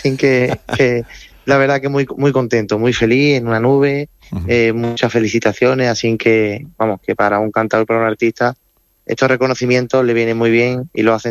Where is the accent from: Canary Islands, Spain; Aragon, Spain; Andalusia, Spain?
Andalusia, Spain; Córdoba; amo a mi tierra como Córdoba